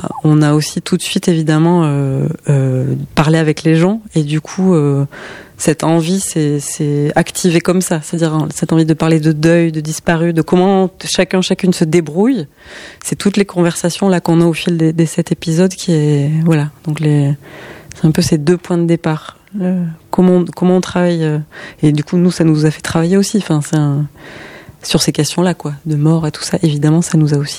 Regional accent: Occitanie, France

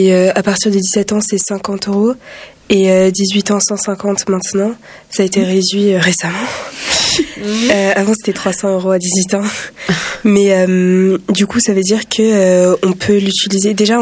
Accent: Lille, Hauts-de-France, France; moved away as an adult; now in Toulouse, France; Et moi, je viens de Lille.

